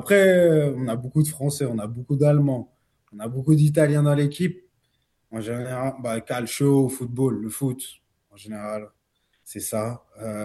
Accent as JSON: {"language": "French", "town": "Lagnieu", "region": "Auvergne-Rhône-Alpes", "country": "France", "tie": "born or raised there", "also_born_or_lived": "Montreal, Canada / Paris, France", "said": "Moi, je suis d'origine haïtienne, adoptée à l'âge de 6 mois par des parents franco-canadiens. J'ai grandi à Montréal jusqu'à mes 5 ans, à peu près, 4 ans, 5 ans. Après, j'ai bougé en France à Paris au début"}